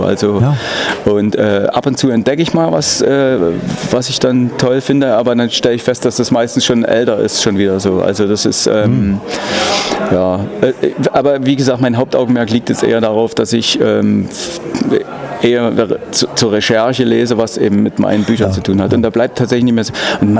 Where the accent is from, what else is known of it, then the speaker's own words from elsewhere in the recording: Dresden, Saxony, Germany; Ich bin Dresdner